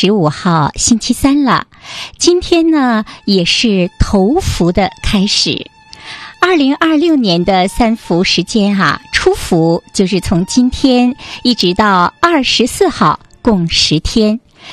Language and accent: Chinese; Northeast China, China